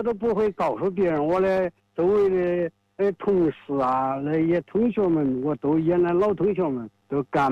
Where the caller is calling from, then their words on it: Xiangyang, Hubei, China; 我是襄阳的，襄阳市。